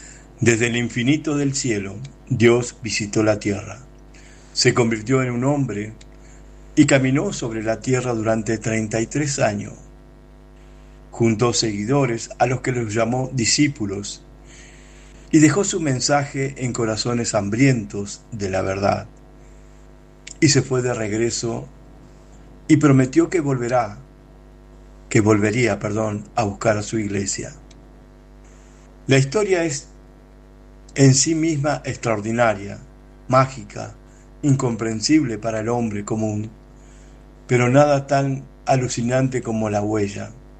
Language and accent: Spanish; Argentina; soy de Argentina.